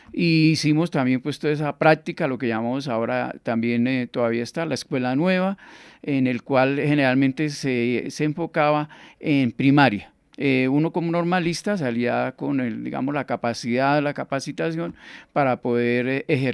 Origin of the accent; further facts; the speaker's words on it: Nocaima, Cundinamarca, Colombia; Sí, señora, pues de Nocaima